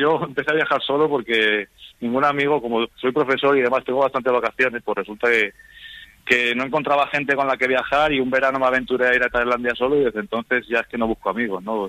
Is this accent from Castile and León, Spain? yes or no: yes; Zamora, Castile and León, Spain; now in Barcelona, Spain